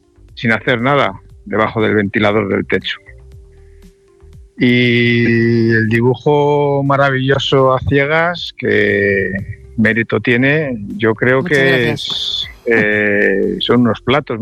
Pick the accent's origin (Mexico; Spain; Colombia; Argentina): Spain; Valladolid, Castile and León; Buenas noches … de Valladolid.